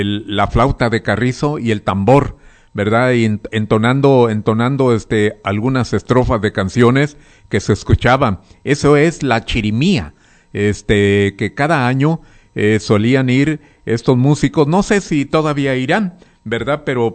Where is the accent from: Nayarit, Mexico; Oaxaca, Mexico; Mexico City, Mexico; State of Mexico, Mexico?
Nayarit, Mexico; moved away; Igual panza verde, así nos dicen a los que somos de ahí de Santiago de la Costa, panzas verdes